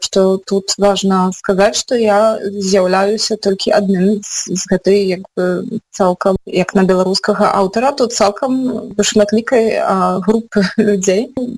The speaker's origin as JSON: {"language": "Belarusian", "region": "Podlaskie Voivodeship", "country": "Poland", "tie": "born or raised there", "second_language": "Belarusian", "said": "навошта мне вучыцца расійскай мовы, мне патрэбная беларуская. І так гэта проста склалася. Хаця фактычна я родам з Падляша, і напэўна гэта сямейны корані, і Падляша сама па сябе паўплывала на тое, што мне пасля ўжо даволі лёгка даводзілася вучыцца і гаварыць"}